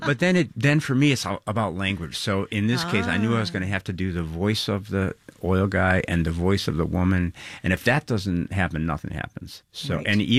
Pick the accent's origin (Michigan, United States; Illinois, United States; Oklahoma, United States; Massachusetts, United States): Illinois, United States; Chicago; I grew up in Chicago